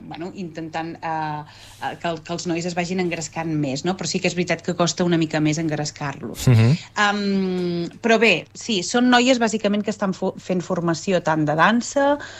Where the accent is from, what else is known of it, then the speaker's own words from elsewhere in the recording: Olot, Catalonia, Spain; Com que jo sóc d'Olot, l'Edgar és de Valls, ja li queda una mica més lluny a Tarragona